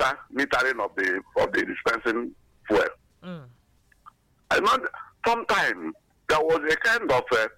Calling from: Ukana, Akwa Ibom, Nigeria; from Ukana.

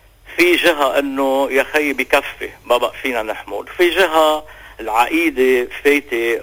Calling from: Bourj Hammoud, Mount Lebanon, Lebanon; من البوشريه.

